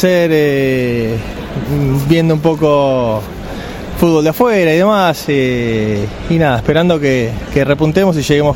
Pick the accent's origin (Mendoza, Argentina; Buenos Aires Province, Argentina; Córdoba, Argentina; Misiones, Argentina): Buenos Aires Province, Argentina; Villa de Mayo; de Villa de Mayo.